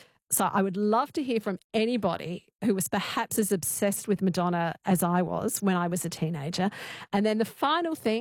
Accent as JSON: {"language": "English", "town": "Adelaide", "region": "South Australia", "country": "Australia", "tie": "born or raised there", "said": "Okay, so I, as you know, I grew up in Adelaide. So the school I went to was Walkerville Primary School, and then I went to Wilderness School."}